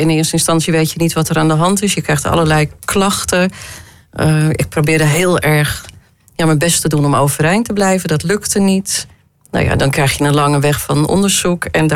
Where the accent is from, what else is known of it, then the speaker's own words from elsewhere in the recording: Woerden, Utrecht, Netherlands; Ik kom uit Woerden.